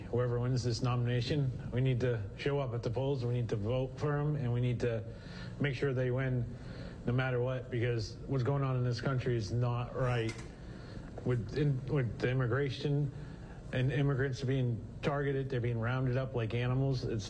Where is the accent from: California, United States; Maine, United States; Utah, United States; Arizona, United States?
Maine, United States; Farmington; I'm from Farmington, Maine.